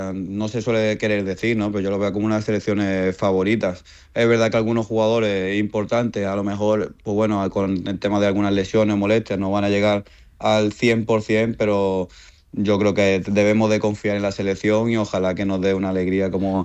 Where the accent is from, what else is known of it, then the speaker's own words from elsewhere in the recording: Málaga, Andalusia, Spain; yo nací en Málaga, soy malagueño, me he crecido en Málaga, mi madre es malagueña.